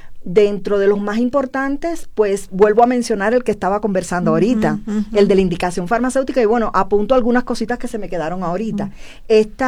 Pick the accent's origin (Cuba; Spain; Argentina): Cuba; moved away as an adult; now in Hidalgo, Mexico; venimos de Cuba. En Cuba también éramos académicas formadoras de recursos humanos en farmacia